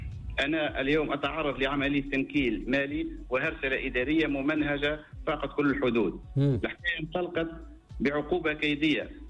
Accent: Tunisia; أنا مواطن تونسي ومهندس رئيس ورئيس إدارة محلية تابعة لمندوبية الفلاحة بمنستير

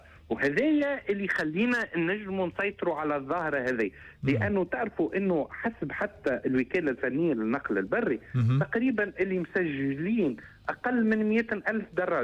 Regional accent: Tunisia

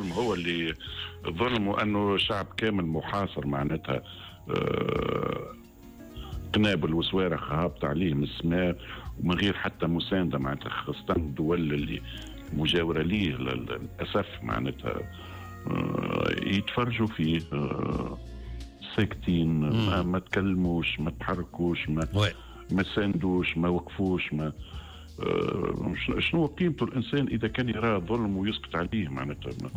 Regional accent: Tunisia; انا تونسي

